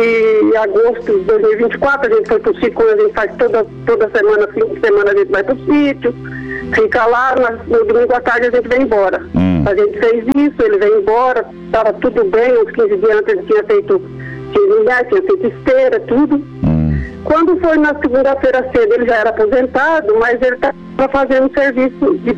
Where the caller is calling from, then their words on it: Álvares Machado, São Paulo, Brazil; De Álvares Machado.